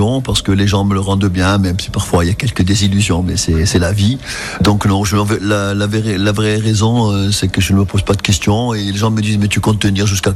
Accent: Propriano, Corsica, France; Il est important pour moi de rester dans la région Propriano-Sartène puisque c'est ma région d'origine.

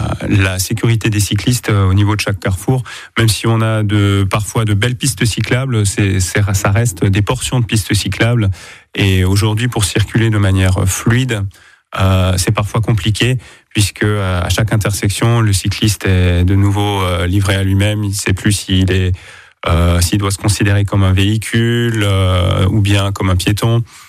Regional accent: Sélestat, Grand Est, France; J'ai grandi moi-même à Célestat, effectivement, par rapport à il y a plusieurs dizaines d'années, ça évolue dans le bon sens.

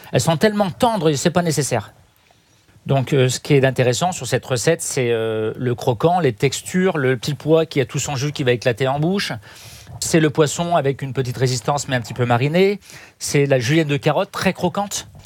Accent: Auvergne-Rhône-Alpes, France; Je suis originaire d'Auvergne

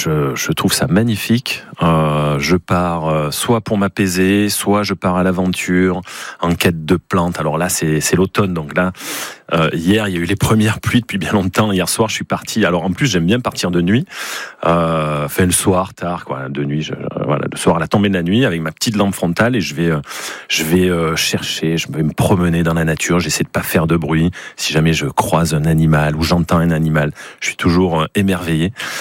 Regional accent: Gruffy, Auvergne-Rhône-Alpes, France; On a une vue sur toute la plaine qui regarde vers l'Ain, en fait, quasiment, hein, puisque moi je suis de Gruffy, côté ouest, quoi.

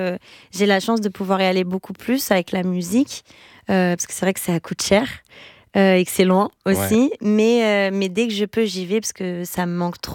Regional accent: Brazil; now in France; moi en tant que Brésilienne en France

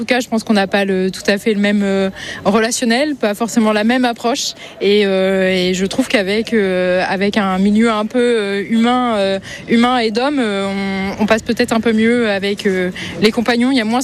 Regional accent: Rouen, Normandy, France; Nous, on est de Rouen.

